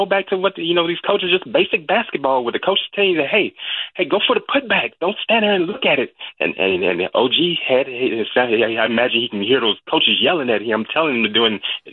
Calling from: Louisiana, United States

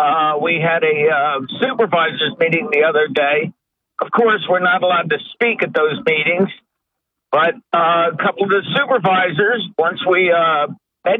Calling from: Norwich, New York, United States; from Norwich.

